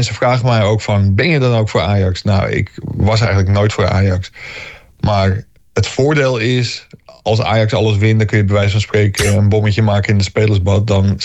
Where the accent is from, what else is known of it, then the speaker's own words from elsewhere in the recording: Ilpendam, North Holland, Netherlands; Ik kom zelf uit Ilpendam. En dat is op de fiets te doen.